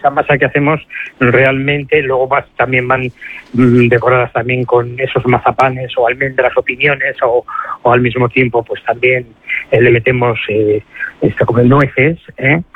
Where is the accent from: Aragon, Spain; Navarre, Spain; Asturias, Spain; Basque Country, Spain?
Basque Country, Spain; Bilbao; como somos de Bilbao